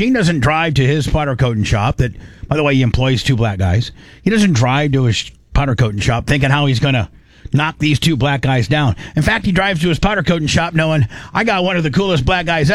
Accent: Indiana, United States; I'm from Indiana, slavery was never illegal in Indiana.

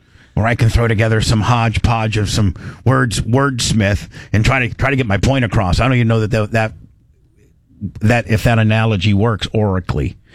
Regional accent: Indiana, United States; Now, growing up in Indiana is just a whole thing in itself.

